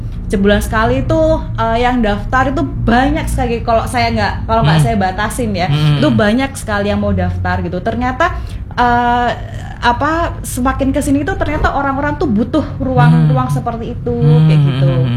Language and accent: Indonesian; Bali, Indonesia; also born or lived in Surabaya; Lahir di Surabaya, cuman besar dan tinggal baru 2 tahun kembali lagi ke Surabaya. Dari saya dulu di Bali, Mas.